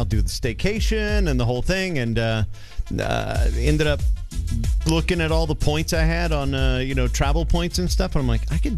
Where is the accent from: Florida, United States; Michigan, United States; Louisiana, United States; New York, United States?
Louisiana, United States; born there; as a Cajun kid, red beans and rice is a thing.